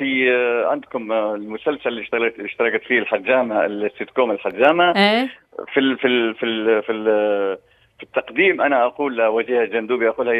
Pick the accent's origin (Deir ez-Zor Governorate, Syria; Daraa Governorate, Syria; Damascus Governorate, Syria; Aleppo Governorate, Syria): Deir ez-Zor Governorate, Syria; Deir ez-Zor; moved away; أنا سوري طبعا وأفتخر بذلك، لكن كمان نغني عراقي. أنا أصلي من دير الزور، من دير الزور إحنا نغني اللون العراقي مليح،